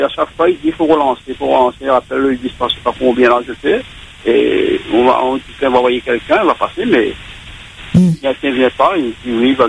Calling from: Saint-Benoît, Réunion

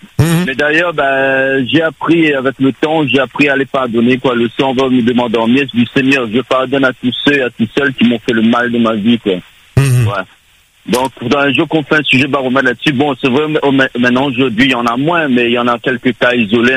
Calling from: Réunion; Bonjour, je suis de La Réunion, je suis du monde entier.

